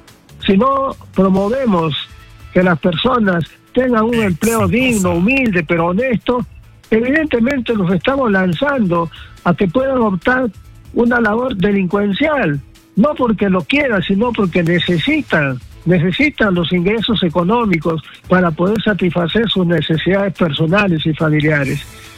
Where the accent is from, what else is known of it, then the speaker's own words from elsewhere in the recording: Peru; somos peruanos